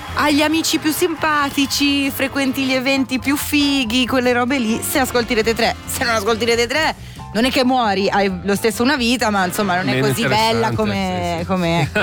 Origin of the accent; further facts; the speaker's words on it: Locarno, Ticino, Switzerland; vengo da Locarno.